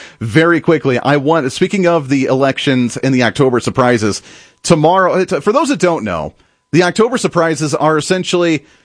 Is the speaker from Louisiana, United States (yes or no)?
no; Kansas, United States; I want to bring it to Kansas, where my home state is